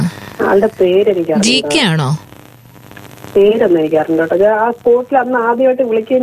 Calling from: Kollam, Kerala, India; ഞാനിവിടെ കൊല്ലം.

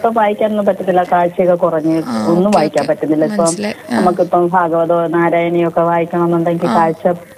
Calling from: Kollam, Kerala, India; കൊല്ലത്തുനിന്ന്

